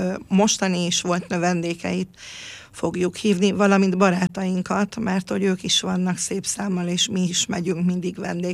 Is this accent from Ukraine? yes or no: no; Transylvania, Romania; Most éppen azért mondtam a cifraszobát, mert Erdélyből jöttünk, Felszegről és a cifrakalota szegről.